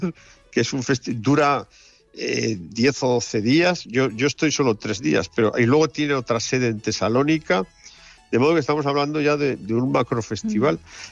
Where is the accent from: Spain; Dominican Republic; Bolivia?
Spain; Barbastro, Aragon; del Instituto Cervantes, es de al lado de mi pueblo, ¿tú te puedes creer esto? Es